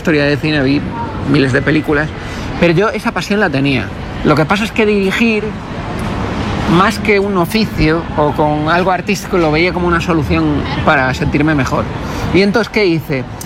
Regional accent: Canary Islands, Spain; born there; Tú no te olvides nunca, porque claro, yo vengo a la ser gallego, gallego, gallego. Eso a mi madre le partía el corazón. Porque yo nací en Canarias, tú eres canario.

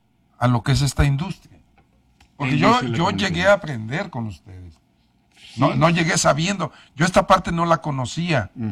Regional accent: Tepic, Nayarit, Mexico; Yo soy de Tepic.

